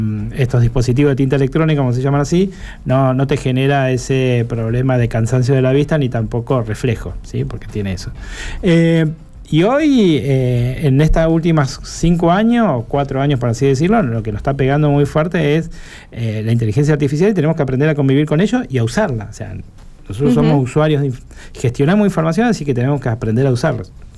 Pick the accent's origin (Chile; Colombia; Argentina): Argentina; Bahía Blanca, Buenos Aires Province; also born or lived in Córdoba; Me fui a vivir a Córdoba para estudiar eso. Después volví de nuevo a Bahía Blanca. Como decías que soy de Bahía Blanca.